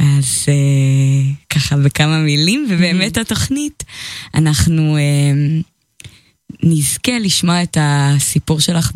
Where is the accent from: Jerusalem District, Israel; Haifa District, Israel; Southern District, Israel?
Jerusalem District, Israel; Jerusalem; ירושלמיות, born and raised